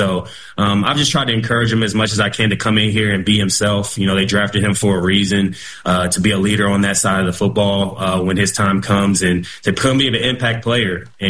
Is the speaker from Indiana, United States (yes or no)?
yes; Indianapolis, Indiana, United States; So I'm from Indianapolis, so I'm familiar with the area.